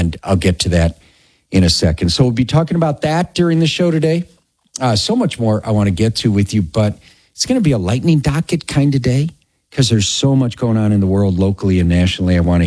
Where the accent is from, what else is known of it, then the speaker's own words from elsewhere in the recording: Chicago, Illinois, United States; now in Colorado, United States; I couldn't believe it when I came out here from Chicago.